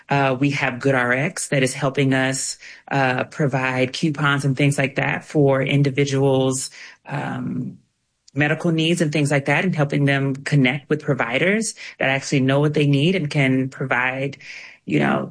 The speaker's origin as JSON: {"language": "English", "town": "East St. Louis", "region": "Illinois", "country": "United States", "tie": "born or raised there", "said": "as a Black trans woman who grew up in the U.S., in East St. Louis, Missouri."}